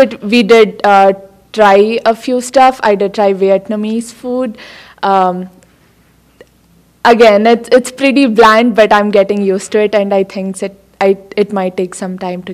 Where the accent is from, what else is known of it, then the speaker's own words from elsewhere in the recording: India; moved away as an adult; now in Canada; I'm from India. I'm a first-year master's student.